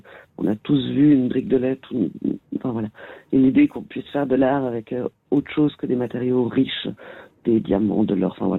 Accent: Geneva, Switzerland; je suis genevoise et toujours vécu à Genève

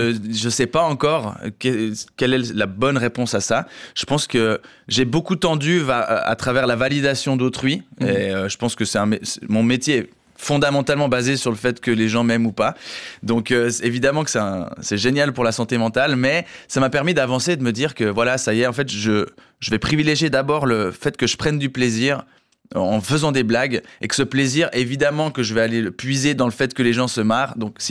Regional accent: Romandy, Switzerland

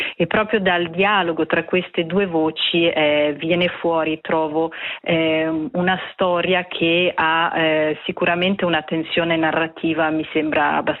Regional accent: Brissago, Ticino, Switzerland; born or raised there

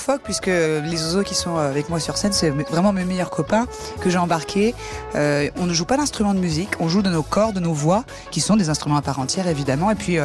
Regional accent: Grand Est, France; je viens des Ardennes, dans le nord-est de la France, près de la Belgique.

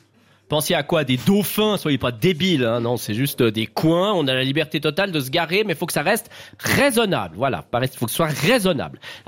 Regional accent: Vaud, Switzerland; Non, mais je suis pas bête, je suis vaudois. C'est-à-dire, je veux pas déranger.

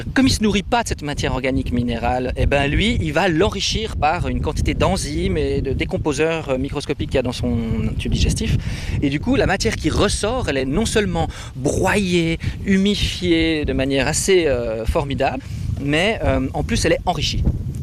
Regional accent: Geneva, Switzerland; born there; moved away as an adult; also born or lived in Vevey, Vaud; Mais je viens de Genève, je suis né au Paquis.

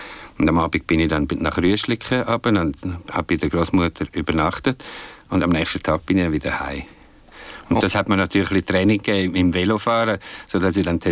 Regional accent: Switzerland; möchte ich vielleicht nicht Schauspieler werden. Vor allem als Schweizer nicht.

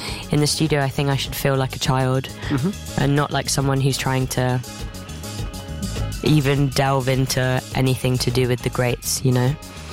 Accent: London, United Kingdom; there was no music that wasn't accessible growing up in London.

